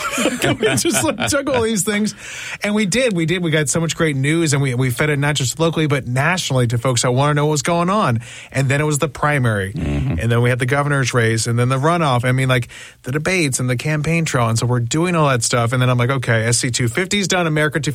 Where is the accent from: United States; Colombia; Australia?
United States; South Carolina; I'm like, oh, I'm from South Carolina. Like, I'm not some consultant.